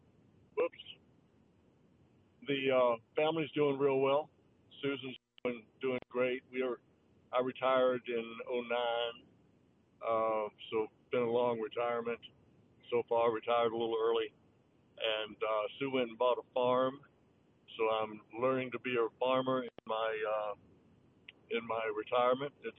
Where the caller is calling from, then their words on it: Nashville, Tennessee, United States; Yeah, I'm coming in from Nashville, or just south of Nashville.